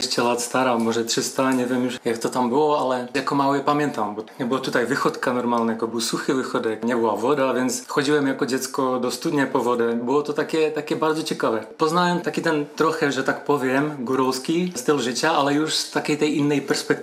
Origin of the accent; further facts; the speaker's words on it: Třinec, Moravian-Silesian Region, Czechia; Urodziłem się w Trzyńcu, mieszkałem w Trzyńcu i uczyłem się do szkoły podstawowej w Trzyńcu